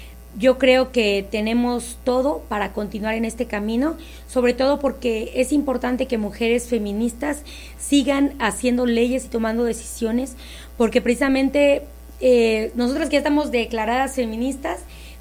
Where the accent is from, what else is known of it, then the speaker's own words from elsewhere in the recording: Guerrero, Mexico; Sí, eso es que somos diputados por Guerrero al final, somos locales de Guerrero.